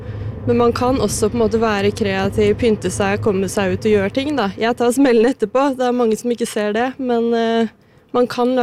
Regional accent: Flisa, Innlandet, Norway; Jeg er fra Flisa, midt mellom Elverum og Kongsvinger, og så har jeg havnet i byen da.

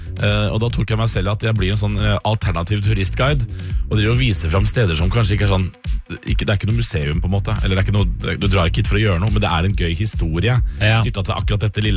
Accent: Sarpsborg, Østfold, Norway; moved away; Jeg har tilbrakt min sommerferie, i hvert fall store deler av den, hjemme i Sarpsborg.

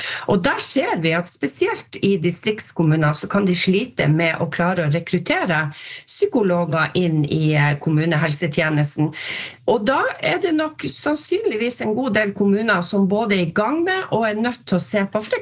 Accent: Nordland, Norway; jeg kommer selv fra Nordland.

